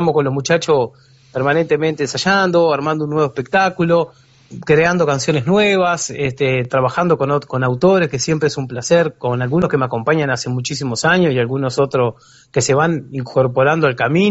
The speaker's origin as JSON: {"language": "Spanish", "region": "Rocha", "country": "Uruguay", "said": "como lo que somos los rochenses, que tenemos nuestro propio acento"}